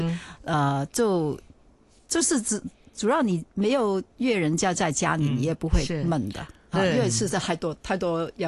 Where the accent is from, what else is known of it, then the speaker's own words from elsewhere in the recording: China; 因为我们是中国人嘛